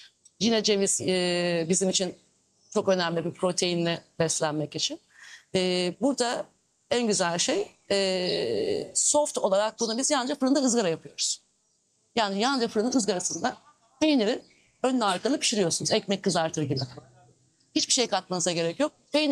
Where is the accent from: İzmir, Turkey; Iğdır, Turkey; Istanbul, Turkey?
İzmir, Turkey; Izmir; Ben İzmirliyim, doğma büyüme İzmirliyim.